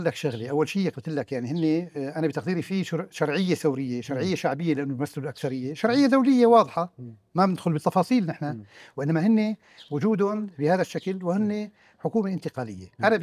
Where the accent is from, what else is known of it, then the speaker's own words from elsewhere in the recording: Syria; لأنه نحن وطنيين بالنتيجة، نحن أبناء سوريا، نحن نريد أن تكون هذه الدولة موحدة